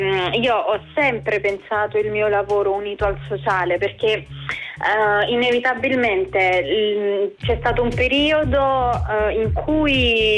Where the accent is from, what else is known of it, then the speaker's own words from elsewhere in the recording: Naples, Campania, Italy; io sono napoletana